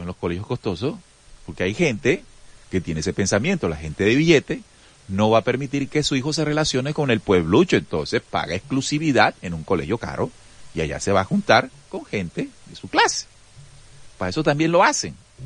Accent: Colombia; como ciudadanos colombianos y como humanos

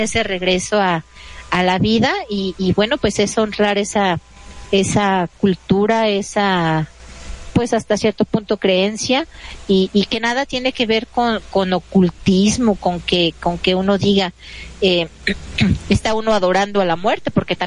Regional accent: Mexico; Yo soy mexicana y yo amo ser mexicana. Yo estoy muy orgullosa de mis raíces, de mis ancestros, de todo lo que he aprendido de esta bella cultura

